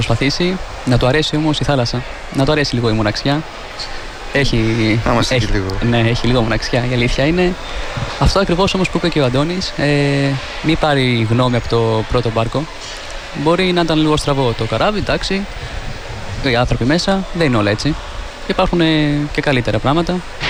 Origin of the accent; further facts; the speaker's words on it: Andros, South Aegean, Greece; Εγώ κατάγομαι από Άνδρο.